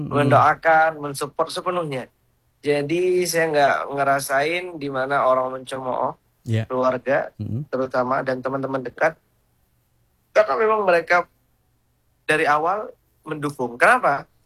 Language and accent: Indonesian; Aceh, Indonesia; Cukup dia tahu saya dari Aceh, dan alhamdulillah mereka mendoakan.